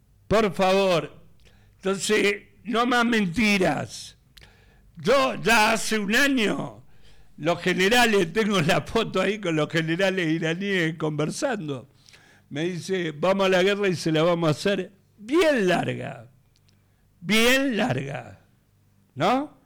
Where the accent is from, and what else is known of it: Argentina